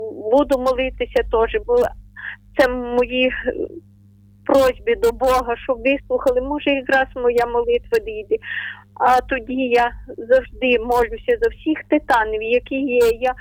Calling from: Ternopil Oblast, Ukraine; Доброго вечора, ми з України. Тернопільщина

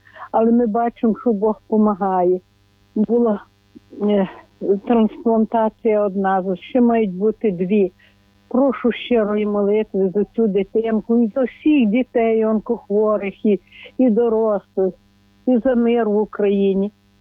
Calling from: Chernivtsi, Chernivtsi Oblast, Ukraine; я з Чернівців.

